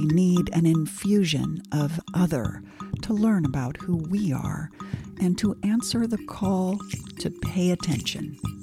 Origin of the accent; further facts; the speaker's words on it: United States; with a novel idea. I am an American.